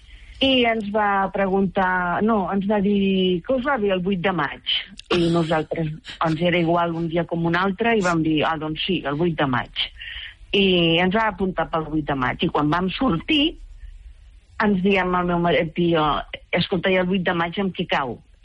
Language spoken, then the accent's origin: Catalan; Barcelona, Catalonia, Spain; Mira, jo sóc de Barcelona, he viscut sempre a Barcelona i treballava al carrer Provença en un edifici d'oficines i treballava a l'àtic.